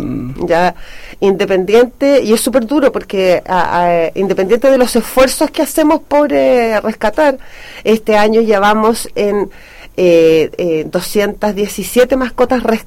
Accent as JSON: {"language": "Spanish", "country": "Chile", "said": "lamentablemente somos chilenos"}